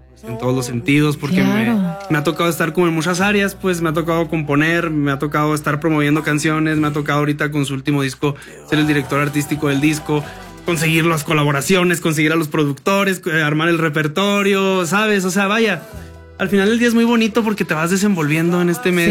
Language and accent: Spanish; Chihuahua, Mexico; born there